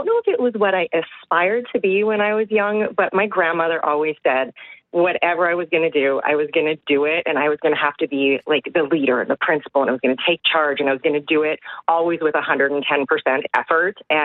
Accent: Winnipeg, Manitoba, Canada; I am a Canadian dance judge, and I am a super proud Winnipegger.

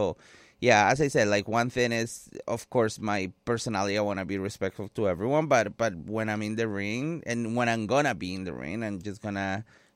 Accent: Colombia; English is a second language; now in London, United Kingdom; London opened the doors for me when I came from Colombia.

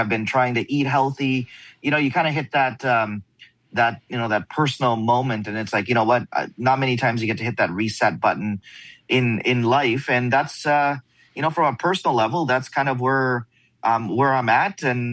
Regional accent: Canada; we're two guys from Canada out in the US

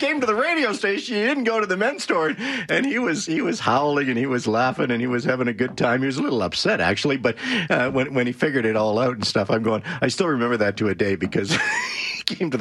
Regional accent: Pouce Coupe, British Columbia, Canada; So as a young kid growing up in Pooch Coupe, of course, we only had one TV station. That was CBC.

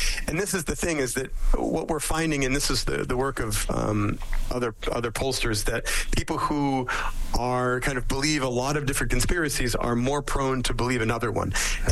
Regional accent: Saskatchewan, Canada; I'm from Saskatchewan, I understand, or I'm based in Saskatchewan.

